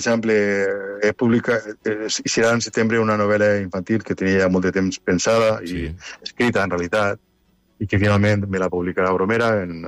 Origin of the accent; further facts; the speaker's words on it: Agullent, Valencian Community, Spain; also born or lived in Ontinyent; now in Canals, Spain; Jo sóc d'Agullent, ho sabeu massa bé, visc a Canals i he treballat tota la vida en Ontinyent.